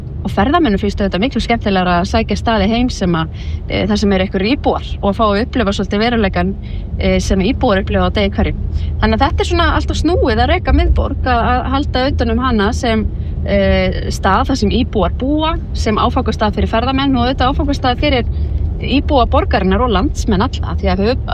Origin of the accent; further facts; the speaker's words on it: Reykjavík, Capital Region, Iceland; þar sem við Reykvíkingar getum fengið að njóta veðurblíðunar þegar hún lætur sjá sig